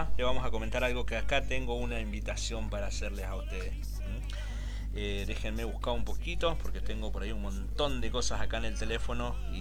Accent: La Sarita, Santa Fe, Argentina; born there; yo soy nacido en La Sarita

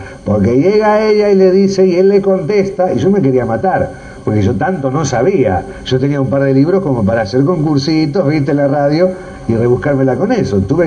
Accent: Buenos Aires, Argentina; moved away

